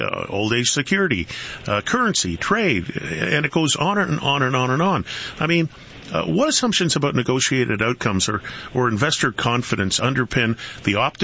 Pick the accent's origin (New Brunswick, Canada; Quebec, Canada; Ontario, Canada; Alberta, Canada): Ontario, Canada; also born or lived in Western Canada; Even though I'm from Southern Ontario, I lived in Western Canada for 7 years